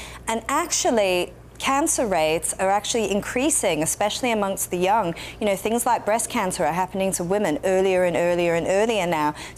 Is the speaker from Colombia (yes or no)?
no; England, United Kingdom; accent: South African; also born or lived in South Africa; No, I'm from England, but we lived in South Africa for 11 years, so I've sort of got that South African twang.